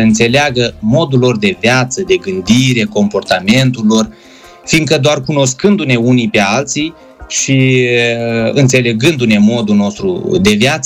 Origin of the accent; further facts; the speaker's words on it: Moldova; moved away as an adult; now in Brussels, Belgium; mă prezentam și spuneam că sunt din Republica Moldova